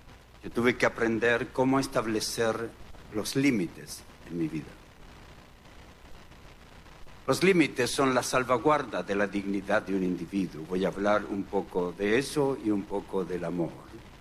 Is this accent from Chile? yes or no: yes; Chile; born there; Así que yo aprendí eso desde chiquito. Yo aprendí que no podía darle dinero a un policía. Nunca pasó por mi mente aquello. porque en Chile no se puede hacer eso.